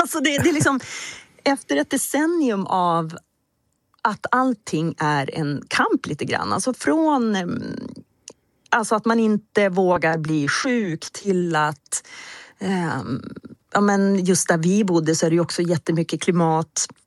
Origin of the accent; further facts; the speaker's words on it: Robertsfors, Västerbotten County, Sweden; also born or lived in Stockholm; now in Robertsfors, Sweden; väljer ändå den plats där man växte upp för att landa mjukt. Och det har vi verkligen fått göra.